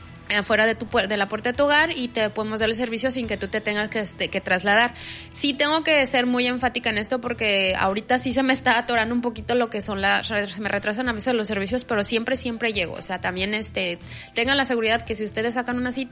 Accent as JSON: {"language": "Spanish", "region": "Mexico City", "country": "Mexico", "said": "Yo vengo de la Ciudad de México, entonces allá pues todo es mucho caos"}